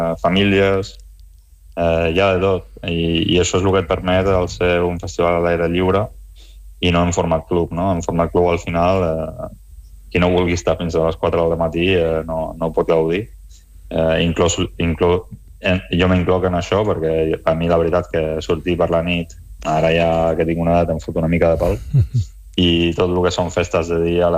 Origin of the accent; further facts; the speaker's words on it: Lloret de Mar, Catalonia, Spain; moved away as an adult; now in Vidreres, Spain; vaig créixer a Lloret, ara mateix estic visquent a Vidreres, però, bueno, que pràcticament me segueixo molt vinculat a Lloret